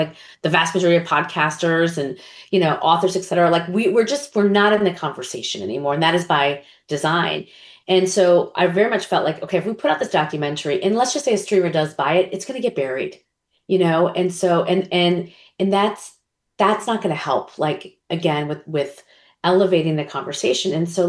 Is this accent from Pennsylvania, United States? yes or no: no; New York, United States; I think, look, I'm a New Yorker.